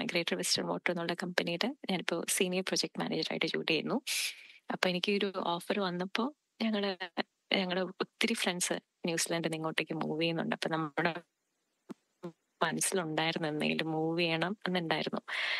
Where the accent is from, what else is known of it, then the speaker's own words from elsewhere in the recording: Thiruvananthapuram, Kerala, India; moved away as an adult; also born or lived in New Zealand; now in Melbourne, Australia; ഞാൻ തിരുവനന്തപുരത്ത് ജനിച്ച് വളർന്ന ആളാണ്. ലൈഫില് നാട്ടില് തിരുവനന്തപുരത്ത് തന്നെയായിരുന്നു ഫുള്ള്. പിന്നെ അതിനുശേഷം ന്യൂസിലൻഡിലായിരുന്നു കുറേ നാള് വർഷങ്ങൾ, ഒരു 6-13 years, 13-14 years ന്യൂസിലൻഡിലായിരുന്നു. പിന്നെ ഇപ്പം മെൽബേണിലേക്ക്